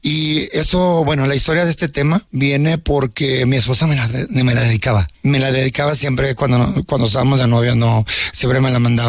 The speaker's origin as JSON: {"language": "Spanish", "country": "Mexico", "said": "como mexicano que soy"}